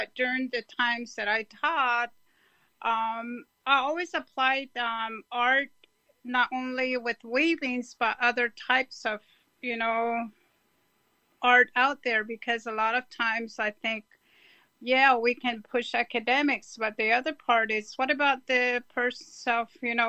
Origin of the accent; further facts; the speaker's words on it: United States; first language Navajo; English is a second language; I learned weaving in my first language, which was Navajo.